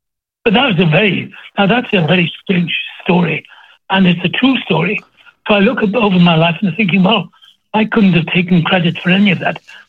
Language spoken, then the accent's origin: English; Wales, United Kingdom; now in United States; I'm Welsh, and that's it.